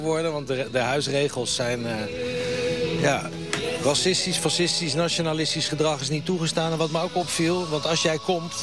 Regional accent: Westland, South Holland, Netherlands; Dus als Westlander hoef je je nooit echt te vervelen eigenlijk.

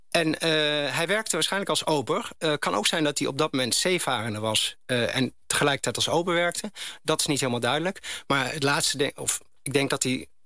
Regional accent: Overijssel, Netherlands; also born or lived in Amsterdam; ik ben geadopteerd. En na korte tijd, ik ben dus in Amsterdam geboren. En daarna ben ik opgegroeid in Twente, bij mijn adoptieouders.

